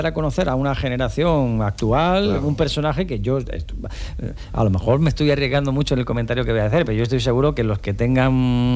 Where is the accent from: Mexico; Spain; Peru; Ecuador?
Spain; Almería, Andalusia; porque somos de Almería, ¿no?